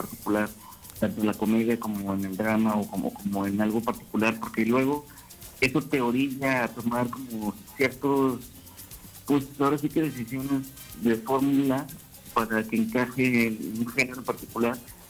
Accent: Tampico, Tamaulipas, Mexico; Sí, yo soy de Tampico. Justo aquí estoy en Tampico.

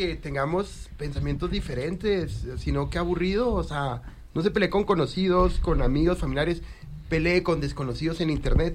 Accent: Chihuahua, Mexico; Yo soy chihuahuita, capitalino.

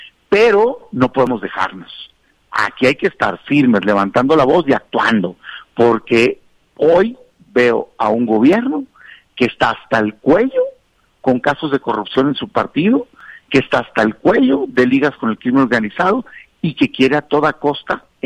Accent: Mexico; Mira, yo como todo mexicano quisiera que los problemas de México se arreglaran en México, tal cual.

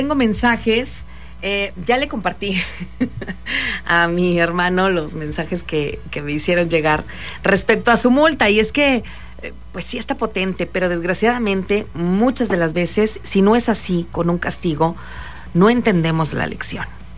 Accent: Mexico

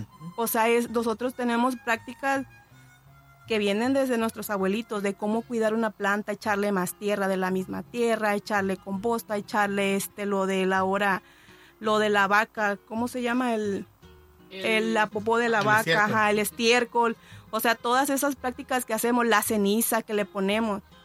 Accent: Zacualpan, Colima, Mexico; Ajá, ahí en mi pueblo pues decimos variedades. Ajá. Y son las variedades que hay, pues son varias variedades, o sea, en Zacualpan

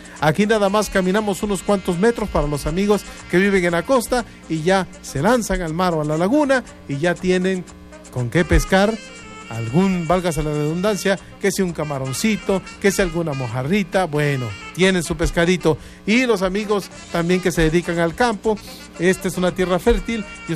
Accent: Mexico; todo lo que nos rodea como mexicanos

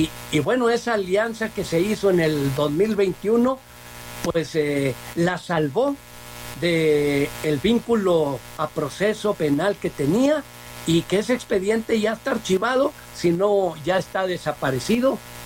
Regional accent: Chihuahua, Mexico; soy muy orgulloso de ser chihuahuense, de ser del estado más grande de la República, mi tierra.

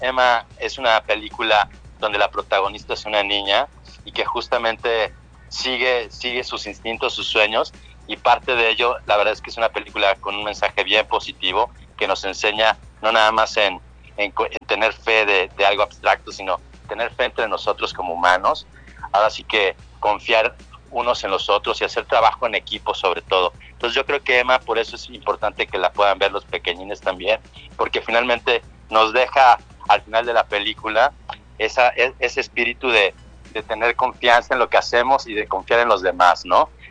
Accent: Acapulco, Guerrero, Mexico; moved away; de donde soy, de Acapulco, con los acapulqueños

